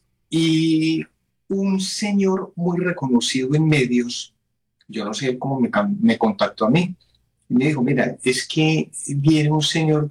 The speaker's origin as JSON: {"language": "Spanish", "town": "Medellín", "region": "Antioquia", "country": "Colombia", "said": "No, en Medallo, Medallo."}